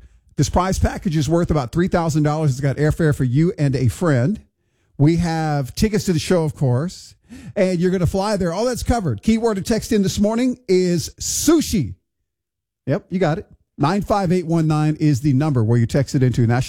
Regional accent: Houston, Texas, United States; now in Lafayette, United States; I'm from Houston, right? I like to check in on my hometown

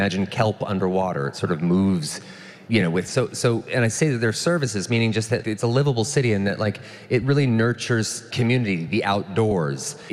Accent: Vancouver, British Columbia, Canada; You know, I come from Vancouver where it rains 300 days a year.

